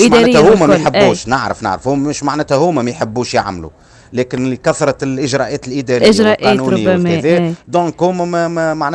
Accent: Oued Meliz, Jendouba Governorate, Tunisia; وطبعا أنا ولد الشمال الغربي والجندوبة بالتحديد من وادي مليز، معناتها يحصل لي شرف أني نكون مدخل في الإذاعة صوت الشمال الغربي إذاعة الكيف.

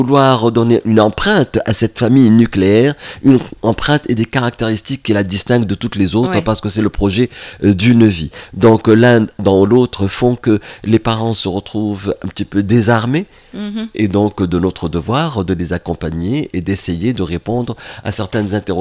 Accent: Tunisia; en sachant que notre contribution en tant que Tunisien dans ce savoir mondial, universel, est extrêmement faible.

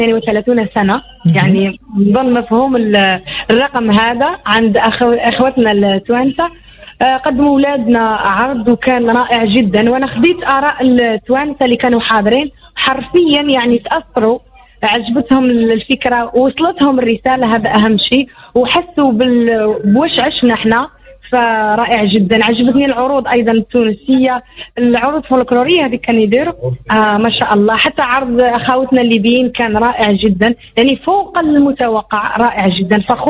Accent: Algeria; عندنا في الجزائر

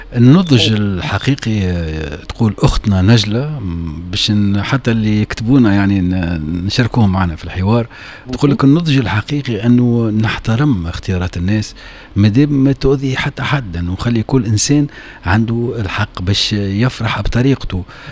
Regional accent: Tunisia

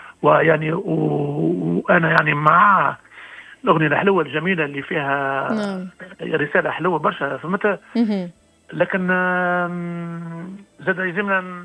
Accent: Tunisia

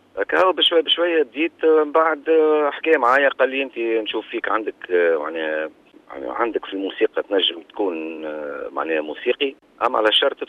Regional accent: southern Tunisia, Tunisia; أنا جنوبي عادة مطمئني. أنا مطمئني ما عارش الجنوب.

